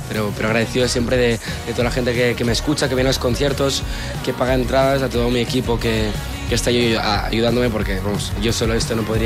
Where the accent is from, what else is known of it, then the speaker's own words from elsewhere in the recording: Barcelona, Catalonia, Spain; yo soy de Barcelona.